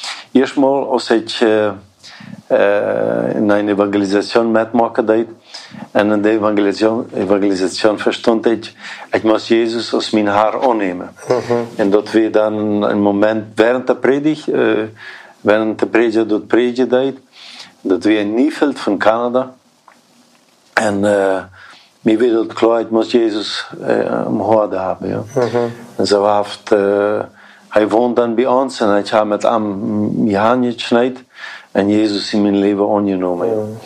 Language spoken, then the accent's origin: German; Curitiba, Paraná, Brazil; Ja, ich komme aus Brasilien, aus der Stadt Curitiba, in einer ganz großen Stadt.